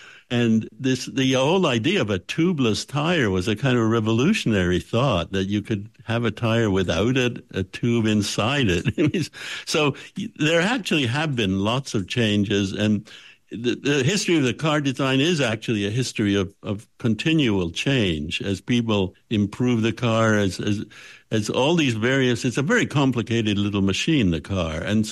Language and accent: English; Canada; I grew up in Canada, which is very cold, which creates all sorts of special problems for cars.